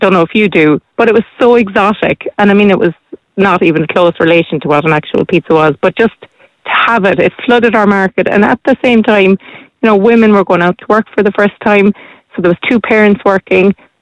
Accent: Ireland; what is people's sense of Irish food, and how is that different to what we as Irish foodies and chefs and growers and promoters of all of that regard it as?

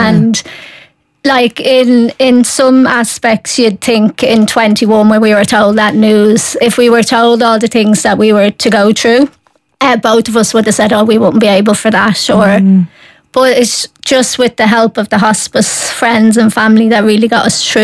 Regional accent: Wicklow, Leinster, Ireland; In Wicklow. Mm. So we're originally from Wicklow.

